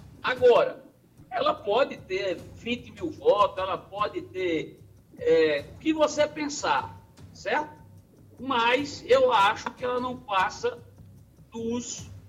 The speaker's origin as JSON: {"language": "Portuguese", "town": "Cajazeiras", "region": "Paraíba", "country": "Brazil", "tie": "born or raised there", "said": "Em Cajazeira, lá em Cajazeira, na minha terra, 419."}